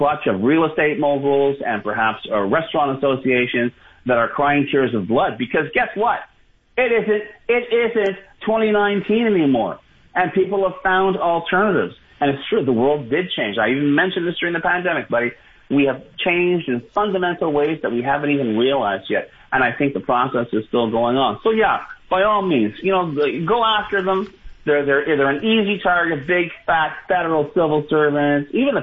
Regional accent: Montreal, Quebec, Canada; There was a time I really was proud to say I was from Montreal.

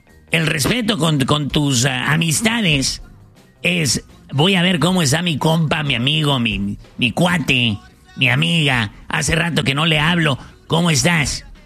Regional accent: Ciudad Obregón, Sonora, Mexico; soy de Ciudad Obregón.

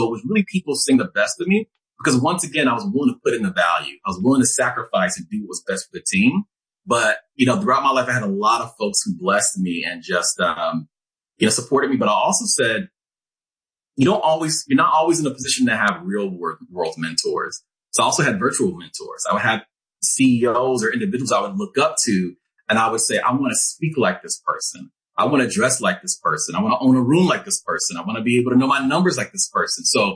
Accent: Nigeria

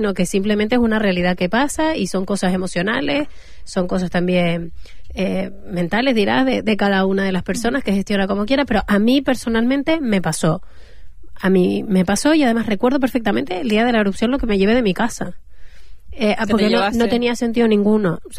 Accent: La Palma, Canary Islands, Spain; ¿de dónde eres? De La Palma. La isla del volcán.

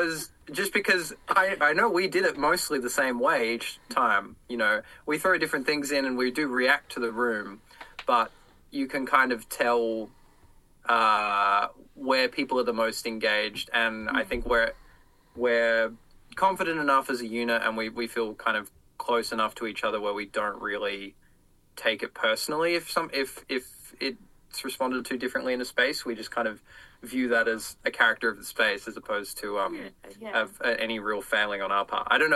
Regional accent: Australia; we're Australian

